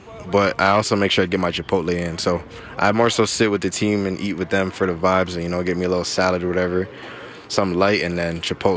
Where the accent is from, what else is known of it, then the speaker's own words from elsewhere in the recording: Toronto, Ontario, Canada; also born or lived in Cape Breton, Nova Scotia; I'm from Toronto originally, but the East Coast out there in Nova Scotia, you know, I'm comfortable out there for sure.